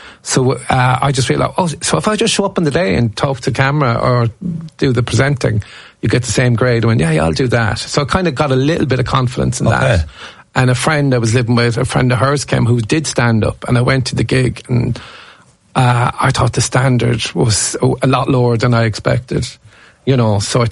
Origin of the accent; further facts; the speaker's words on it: Corbally, Munster, Ireland; I'm from Corbelier.